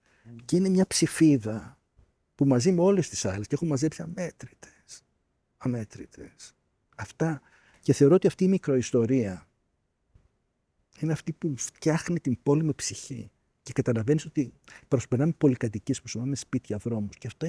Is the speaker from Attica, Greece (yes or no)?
yes; Athens, Attica, Greece; born or raised there